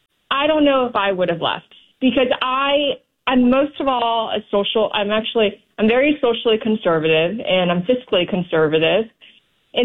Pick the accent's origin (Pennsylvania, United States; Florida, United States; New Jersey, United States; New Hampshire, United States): Pennsylvania, United States; Philadelphia; I come from Philadelphia, that's where I'm from, and the default position is Democrat.